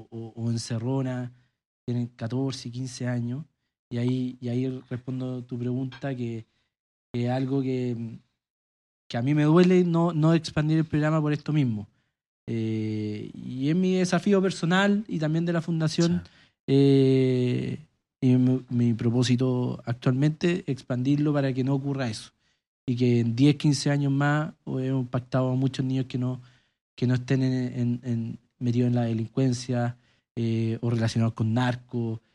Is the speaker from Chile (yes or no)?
yes; Colbún, Maule, Chile